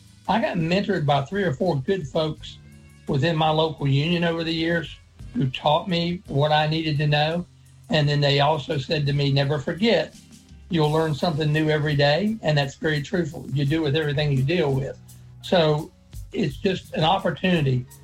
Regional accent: Floyd County, Virginia, United States; when I grew up in Floyd County

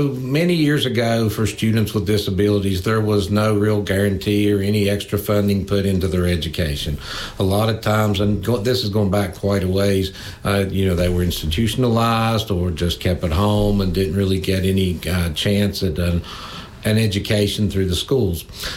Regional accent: United States; I grew up here in Smith County. I've lived here pretty much all my life. I have went to Chilhowee Elementary School, then attended a year at the old high school back in the day when seventh grade was there, then moved on to Chilhowee High School, graduated

